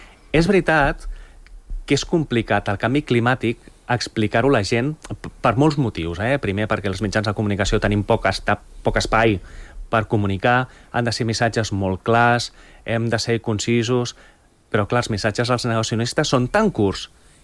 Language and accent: Catalan; Lleida, Catalonia, Spain